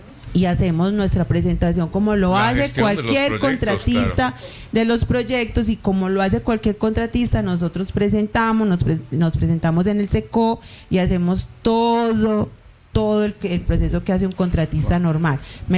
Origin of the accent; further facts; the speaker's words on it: Medellín, Antioquia, Colombia; born there; moved away as an adult; now in La Floresta, Colombia; Yo nací en Medellín, pero mi papá es floresteño del corregimiento y me trajo muy pequeña a la Floresta. Luego ya nos volvimos para Medellín